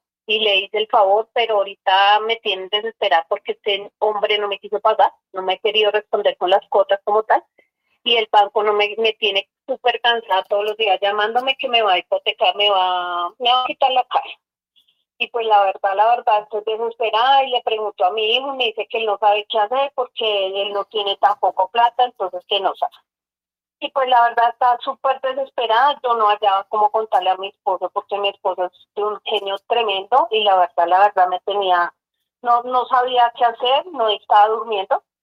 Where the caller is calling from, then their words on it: Tiribita, Boyacá, Colombia; lo estoy llamando de Tiribita